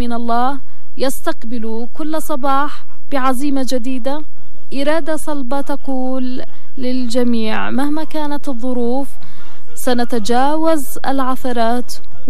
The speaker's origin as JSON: {"language": "Arabic", "country": "Yemen", "said": "نمر بها كشعب يمني"}